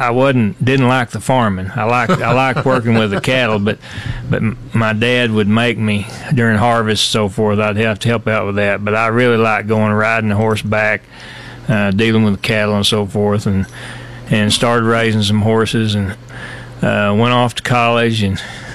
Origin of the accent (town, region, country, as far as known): Spearman, Texas, United States; born or raised there